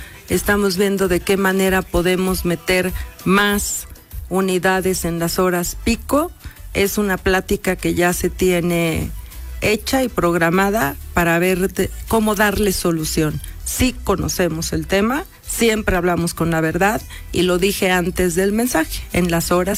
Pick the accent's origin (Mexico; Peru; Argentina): Mexico; San Martín; es mi casa. ¿No? Mi tierra.